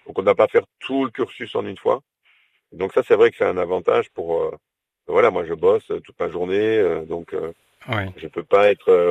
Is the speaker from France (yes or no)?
yes; Montpellier, Occitanie, France; même qu'on est de Montpellier, hein